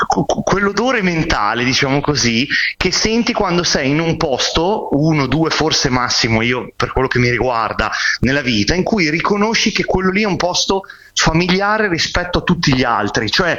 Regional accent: Emilia-Romagna, Italy; moved away as an adult; also born or lived in Milan / Rome; Uno è il posto in cui sono nato, il paesino in provincia di Modena, e quello sarà sempre casa

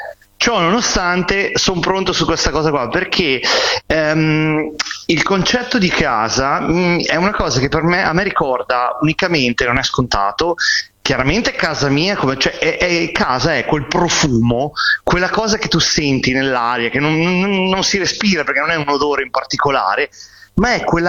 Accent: Emilia-Romagna, Italy; moved away as an adult; also born or lived in Milan / Rome; Uno è il posto in cui sono nato, il paesino in provincia di Modena, e quello sarà sempre casa

